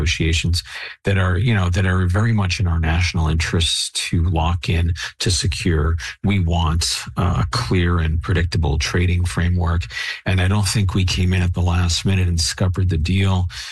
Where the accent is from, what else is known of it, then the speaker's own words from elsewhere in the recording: Canada; I'm Canadian.